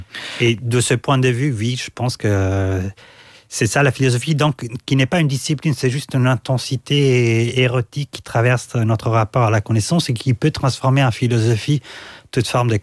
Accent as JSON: {"language": "French", "country": "Italy", "tie": "born or raised there", "moved": "yes", "said": "Je suis né en Italie et j'ai passé mes premières années en fait à côté de la mer, de mai à septembre."}